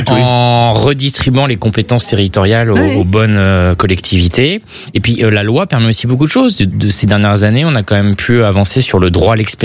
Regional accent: Normandy, France; Nous en Normandie, on a Caen, Le Havre et Rouen.

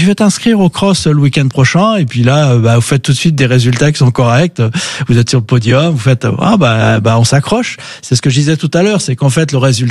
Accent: Reims, Grand Est, France; born there; also born or lived in Arcachon / Provence

